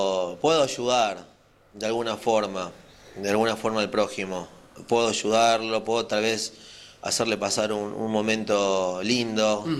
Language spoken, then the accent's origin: Spanish; Buenos Aires, Argentina; born there; Yo nací acá en Buenos Aires.